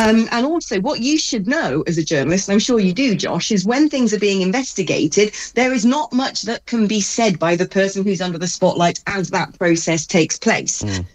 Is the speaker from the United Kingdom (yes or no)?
yes; United Kingdom; as British people.